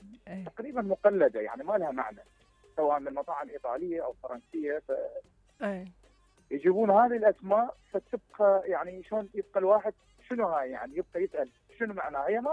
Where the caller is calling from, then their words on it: Basra, Basra Governorate, Iraq; عندنا بالبصرة